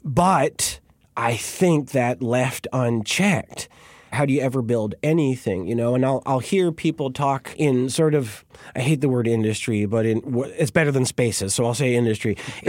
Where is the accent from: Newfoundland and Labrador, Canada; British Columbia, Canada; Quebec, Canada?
Quebec, Canada; Montreal; I grew up in a world in Montreal